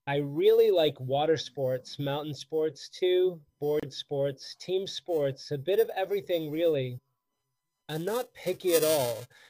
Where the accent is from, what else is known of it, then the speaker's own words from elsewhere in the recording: Spain; now in Madrid, Spain; I'm a priest of Opus Dei. I'm from Spain. I live in Madrid.